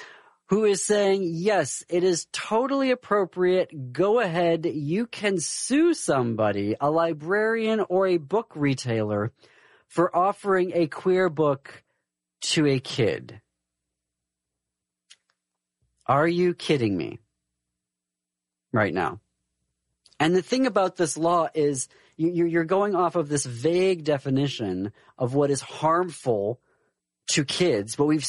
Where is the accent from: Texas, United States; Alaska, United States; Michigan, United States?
Michigan, United States; When we come back, I've got a just awful story from my hometown in Michigan.